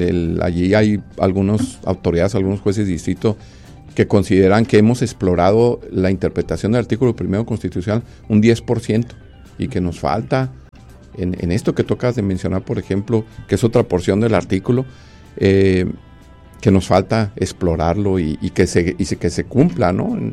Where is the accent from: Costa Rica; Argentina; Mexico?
Mexico; Guadalajara, Jalisco; born there; now in Tijuana, Mexico; yo por ejemplo soy de Guadalajara, tijuanense, pero nacido en Guadalajara